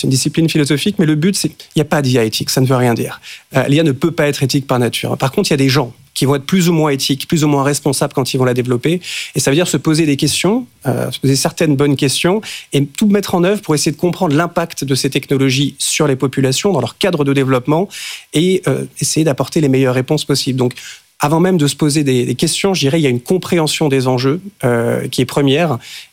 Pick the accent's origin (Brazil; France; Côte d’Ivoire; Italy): France; moi, je voulais rentrer en France pour pousser ces sujets-là sur le plan scientifique.